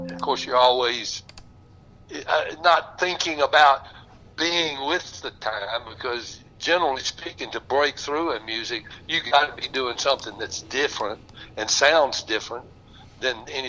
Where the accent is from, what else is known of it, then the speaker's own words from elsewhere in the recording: Greenville, Mississippi, United States; I grew up in the Mississippi Delta in Greenville, Mississippi, completely surrounded by blues.